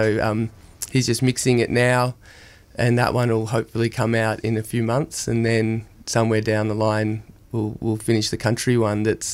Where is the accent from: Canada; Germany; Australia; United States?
Australia; Melbourne, Victoria; now in Reservoir, Australia; Yeah, no, I live in Reservoir now, so as far as you can get. But yeah, I grew up in St Kilda.